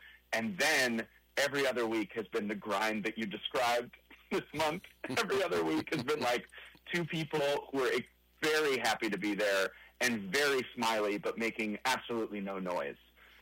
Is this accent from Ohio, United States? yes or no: yes; Ohio, United States; I'm from Ohio